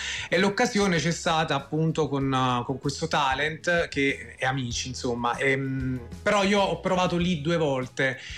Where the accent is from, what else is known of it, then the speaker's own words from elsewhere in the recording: Campania, Italy; io sono campano, quindi noi cantanti campani, napoletani